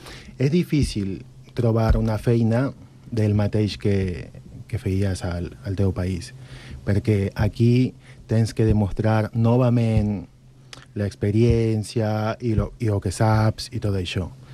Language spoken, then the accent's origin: Catalan; Peru; Catalan is a second language; moved away as an adult; now in Catalonia, Spain